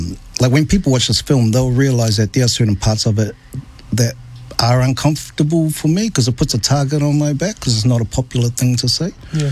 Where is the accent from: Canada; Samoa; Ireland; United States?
Samoa; Savai'i; And I'm from Savai'i, so I'm from the...